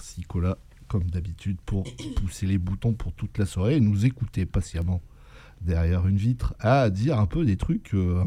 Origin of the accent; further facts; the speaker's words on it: France; nous, les Français